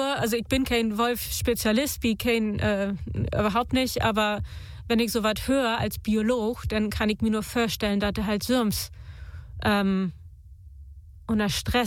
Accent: Northern Germany, Germany; Das sieht man bei uns in Norddeutschland natürlich nicht so extrem.

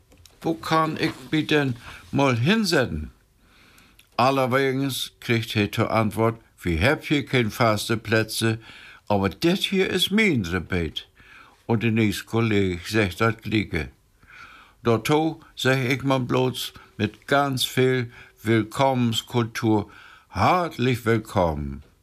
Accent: Northern Germany, Germany; So ist das eben bei uns in Norddeutschland.

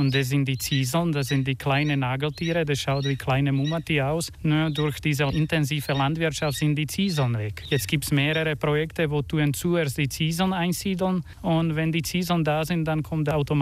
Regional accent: Slovakia; now in Austria; Genau, ich habe mit 14 Jahren angefangen mit den Greifvogelarbeiten. Bei uns in der Slowakei

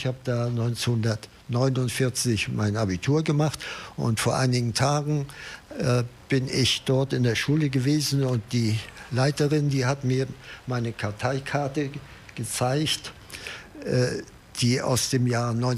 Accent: West Pomeranian Voivodeship, Poland; moved away as an adult; also born or lived in Mecklenburg / Dresden / Berlin / Heidelberg; now in Travemünde, Germany; Wir stammen aus Pommern und ich habe nur Bauern in bei meinen Vorfahren. Und zwar haben die mütterlicherseits auf einer kleinen Insel im Oder-Mündungsgebiet gelebt.

